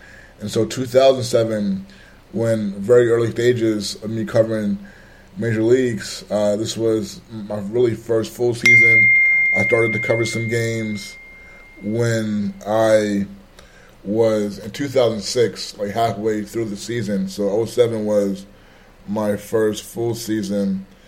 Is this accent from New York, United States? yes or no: yes; New York City, New York, United States; Growing up in Harlem, on the border of Harlem and Washington Heights, being able to see Yankee Stadium outside of my apartment window